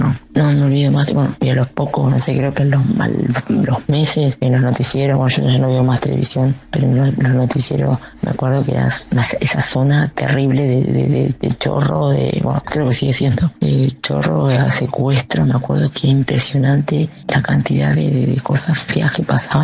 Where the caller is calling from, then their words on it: Cipolletti, Río Negro, Argentina; de Cipolletti.